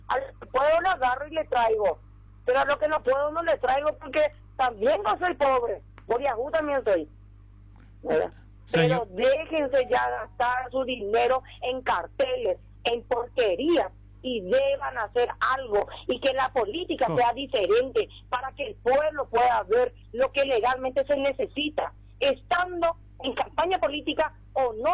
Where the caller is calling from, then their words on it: Presidente Franco, Alto Paraná, Paraguay; yo hace 15 años que estoy en Franco